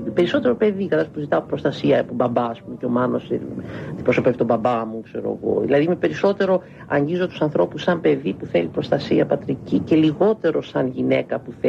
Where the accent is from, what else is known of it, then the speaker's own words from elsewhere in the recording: Greece; accent: Greek; Δεν έχω παίξει αυτό το ρόλο, διότι είμαι Ελληνίδα και μιλώ με προφορά ελληνική όταν ήμουν στην Αμερική.